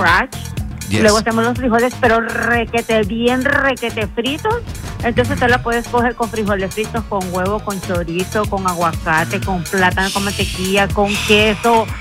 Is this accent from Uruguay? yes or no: no; Honduras; now in Winter Garden, United States; yo soy originaria de Honduras, pero vivo aquí en Orlando, en Winter Garden.